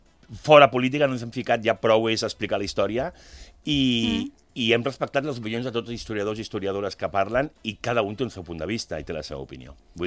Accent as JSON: {"language": "Catalan", "region": "Catalonia", "country": "Spain", "said": "Home, jo soc, català, llavors soc més del Jaume primer, però clar, els dos són importants."}